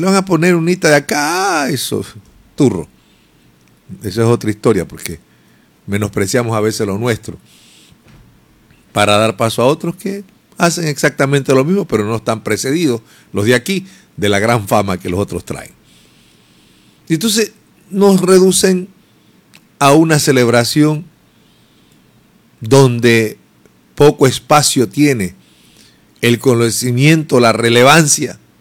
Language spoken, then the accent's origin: Spanish; Ecuador; Somos ecuatorianos